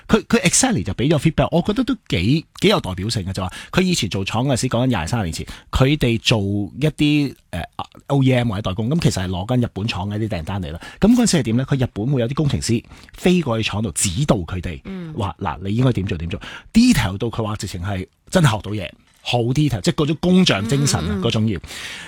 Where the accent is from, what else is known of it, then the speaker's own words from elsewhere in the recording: Hong Kong; 我哋香港人